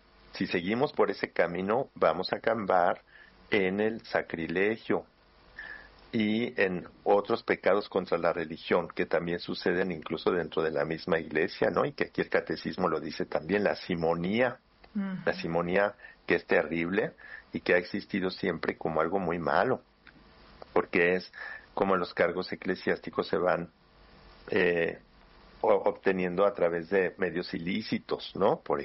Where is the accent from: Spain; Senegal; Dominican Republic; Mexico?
Mexico; pero acá en América, en muchos países sí que he visto que hay, incluso en mi país, en México, mucha superstición.